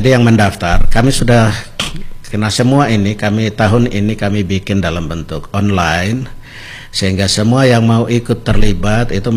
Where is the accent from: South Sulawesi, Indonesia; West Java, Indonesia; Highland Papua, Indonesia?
Highland Papua, Indonesia; Wamena; saya orang Wamena